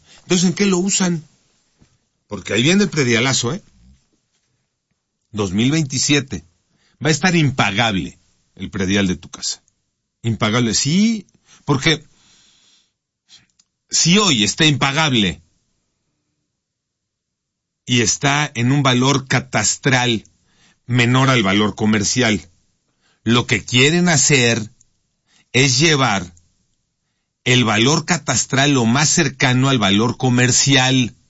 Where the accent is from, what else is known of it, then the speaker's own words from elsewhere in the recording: Naucalpan, State of Mexico, Mexico; Allá en mi pueblo, en Naucalpan, todo lo que les acabo de decir tiene tache.